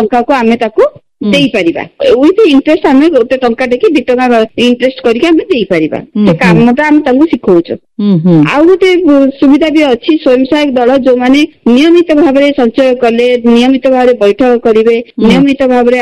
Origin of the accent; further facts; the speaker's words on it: Jeypore, Odisha, India; ମୋର ଘର ଜୟପୁର, ମାତ୍ର ମୁଁ କାମ ଚାକିରି କରିଛି କୋଟପାର ଏନ୍ଏସି ରେ।